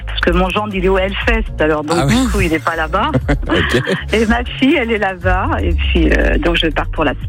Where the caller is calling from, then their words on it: Nantes, Pays de la Loire, France; Je suis à Nantes depuis 6h ce matin